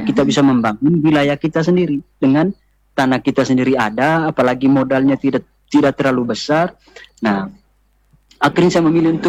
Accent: East Nusa Tenggara, Indonesia; Kalau dari Manggarai Timur sendiri, rata-rata yang di kampung saya ya, di Manggarai Timur di kampung saya itu rata-rata ke Kalimantan, kerja di kebun sawit.

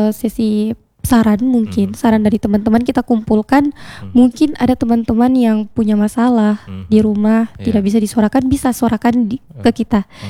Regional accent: Indonesia; Itu sampai sekarang masih menjadi isu di desa kami.

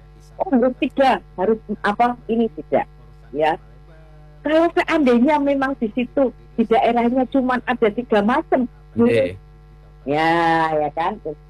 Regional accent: Java, Indonesia; Bureh kalau kita orang Jawa itu kan di burehkan ya, ditaruh di badan

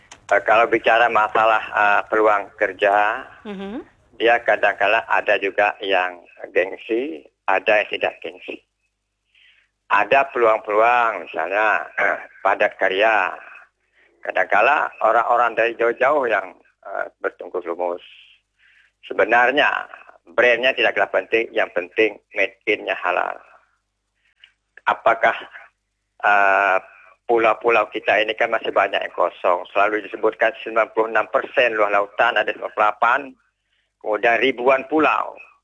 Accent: Bunguran Utara, Riau Islands, Indonesia; Seperti di kampung saya di Bungurau Utara

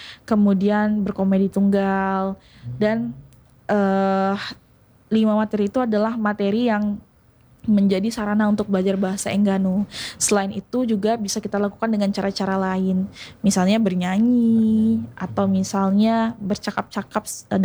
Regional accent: Bengkulu, Indonesia; born there; Saya lahir di Bengkulu, tapi saya tidak bisa bahasa Rejang, tidak bisa bahasa serawai, tidak bisa bahasa Lemba.

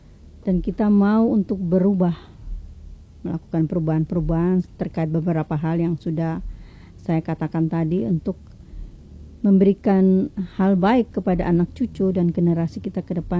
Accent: Maluku, Indonesia; kita di Maluku ini sangat sensitif soal tapal batas.

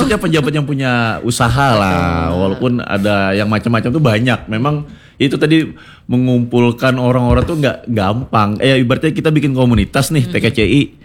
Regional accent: Palangkaraya, Central Kalimantan, Indonesia; born there; khususnya Kalimantan karena kan saya memang kelahiran Palangkaraya kan.

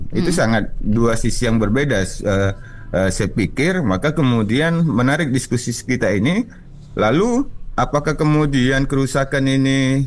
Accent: Pontianak, West Kalimantan, Indonesia; saya juga kelahiran Pontianak ya, besar di Pontianak juga.

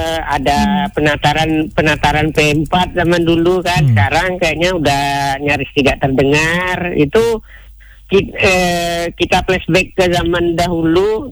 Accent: Indonesia; Kalau kami orang Melayu, kalau Pak Nyoman kan Bali, itu bukti-buktinya Pancasila itu kan.

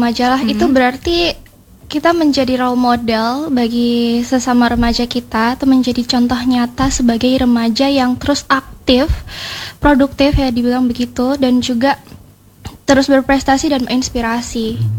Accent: East Nusa Tenggara, Indonesia; sebagai remaja yang tumbuh dan besar di Nusa Tenggara Timur

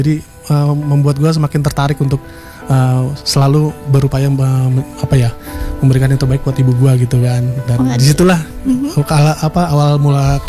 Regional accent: Bekasi, West Java, Indonesia; Gue dari Bekasi.

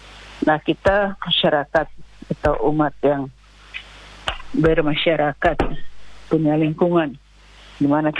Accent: North Maluku, Indonesia; kita orang Maluku Utara ya, terutama yang ada di Ternate ini.

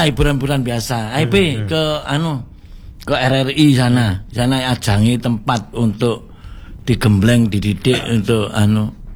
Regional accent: Malang, East Java, Indonesia; Saya kan orang Malang.

